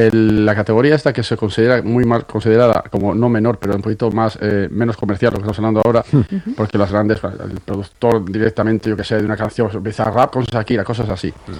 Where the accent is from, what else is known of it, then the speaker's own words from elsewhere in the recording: Basque Country, Spain; yo soy vasco